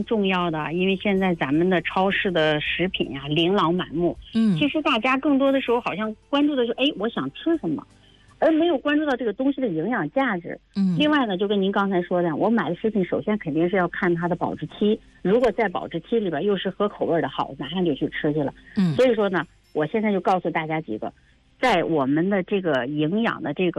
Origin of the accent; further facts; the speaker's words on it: Hebei, China; 比如我们河北人他吃的就比较咸，然后爱吃面食